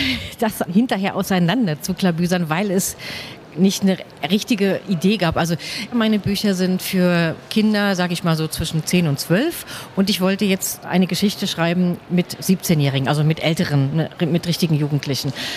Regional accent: Halberstadt, Saxony-Anhalt, Germany; wenn ich jetzt sage, das spielt in Leipzig oder in Halberstadt, wo ich herkomme

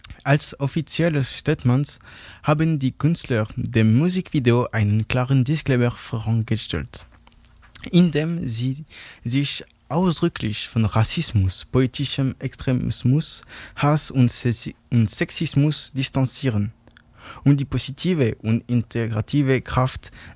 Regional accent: Switzerland; moved away as an adult; now in Leipzig, Germany; Bei uns in der Schweiz, zum Beispiel in meiner Region, sagt man auf der Straße einfach guten Tag

